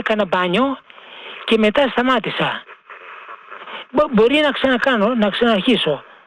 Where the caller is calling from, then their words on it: Glyfada, Attica, Greece; από την Γλυφάδα.